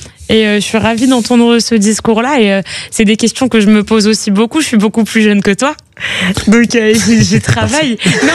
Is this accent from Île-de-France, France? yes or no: no; Valence, Auvergne-Rhône-Alpes, France; Je suis de Valence.